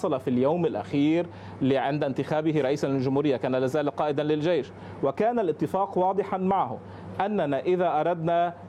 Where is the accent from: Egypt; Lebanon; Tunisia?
Lebanon; مصلحتنا كلبنانيين